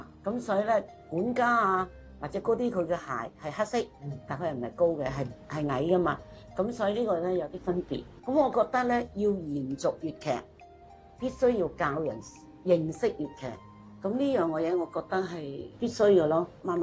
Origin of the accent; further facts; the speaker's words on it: Macau; 我咧就係、是、澳門啦，土生土長嘅，咁但係咧就係、是、我係佛山人。